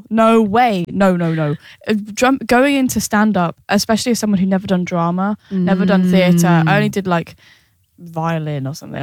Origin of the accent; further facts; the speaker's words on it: London, United Kingdom; I grew up in North London.